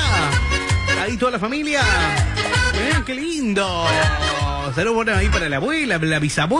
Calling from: Toay, La Pampa, Argentina; Hola Pepe, soy de Tuay

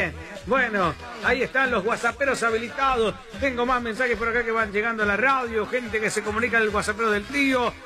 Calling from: Frías, Santiago del Estero, Argentina

